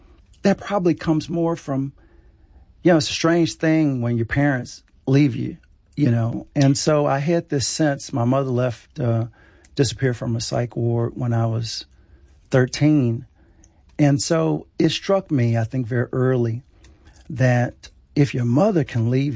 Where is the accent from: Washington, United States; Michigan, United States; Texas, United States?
Texas, United States; Dallas; I went back to Texas. I went to Austin. I'm from Dallas.